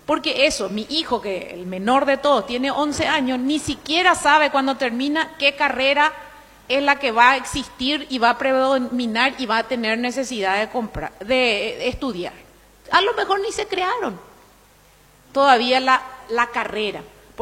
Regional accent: Paraguay; ¿Qué es lo que nosotros nos damos cuenta con esto como paraguayos?

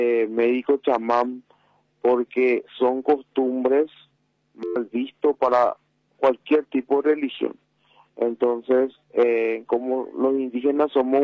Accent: Chaco, Paraguay; En mi pueblo, al menos en el Chaco, una religión influyó bastante en perder ese arraigo que teníamos en las costumbres

